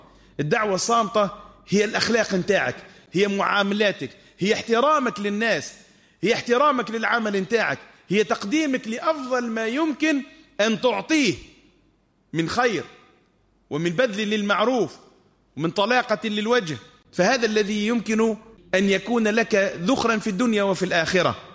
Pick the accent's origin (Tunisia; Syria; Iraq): Tunisia; اللهم اجعل بلدنا تونس أمنا أمانا، رخاء سخاء،